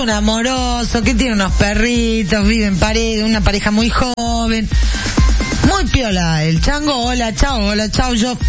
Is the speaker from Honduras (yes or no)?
no; Salta, Argentina; Soy salteña